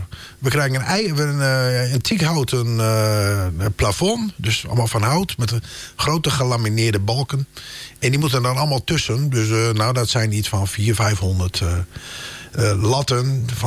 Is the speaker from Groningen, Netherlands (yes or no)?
yes; Haren, Groningen, Netherlands; born there; also born or lived in Oldambt / Reiderwolderpolder; now in Rolde, Netherlands; Ik ben uiteindelijk geboren in Haren. Dus ik ben eigenlijk ook import Oldamster. Maar ja, goed, ik had al mijn vrienden hier wel in mijn jeugd.